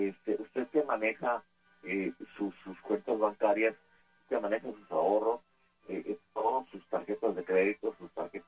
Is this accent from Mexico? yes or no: yes; Mexico; todos los mexicanos